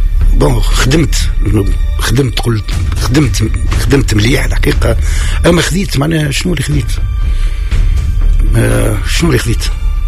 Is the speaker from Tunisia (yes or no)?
yes; Tunisia; born there; وأنا نسكن في الأسواق غديك، فكنت معناها صغير